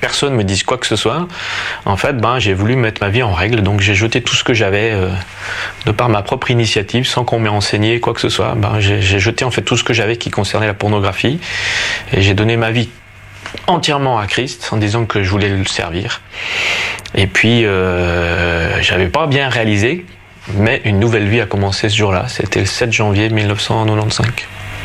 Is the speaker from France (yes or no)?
yes; France; now in Switzerland; je suis français, je vis en Suisse